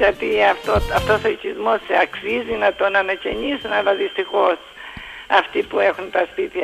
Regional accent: Crete, Greece; also born or lived in Fari, Crete; Εγώ μεγάλωσα πιο πολύ στη Ζιά, με πήγαινα εκεί, στο Φαρί, γιατί είναι του Ζαρού.

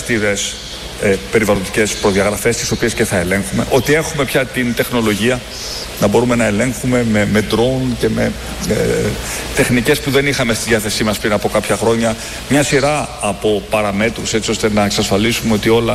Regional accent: Greece; εμείς ως Ευρωπαίοι, όχι απλά ως Έλληνες

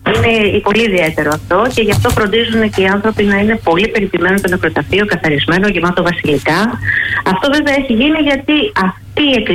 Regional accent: Kalyvia Thorikou, Attica, Greece; Λοιπόν, εμείς είμαστε από τα Καλύβια

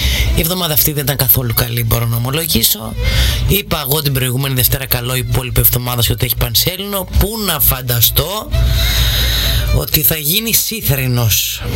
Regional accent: Melambes, Crete, Greece; Στο χωριό μου, στις Μέλαμπες, στην Κρύα Βρύση.

